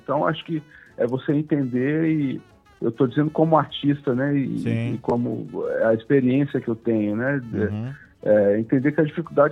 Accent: Brazil

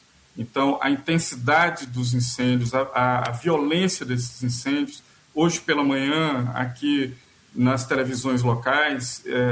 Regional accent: Pernambuco, Brazil; eu sou pernambucano, sou do estado

